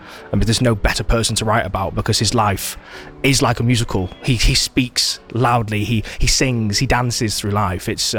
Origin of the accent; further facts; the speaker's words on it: Warrington, North West England, United Kingdom; So I'm from Warrington, kind of like the Manchester side.